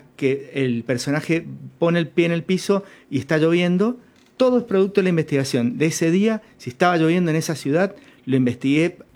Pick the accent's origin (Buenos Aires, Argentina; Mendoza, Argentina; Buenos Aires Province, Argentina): Mendoza, Argentina; San Martín; Yo soy de San Martín